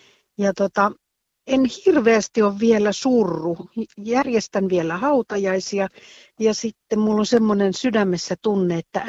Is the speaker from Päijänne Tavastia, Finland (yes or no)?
yes; Orimattila, Päijänne Tavastia, Finland; No nyt tällä hetkellä mä olen tässä Lahdessa käymässä, mutta olen kotoisin tuolta Orimattilasta.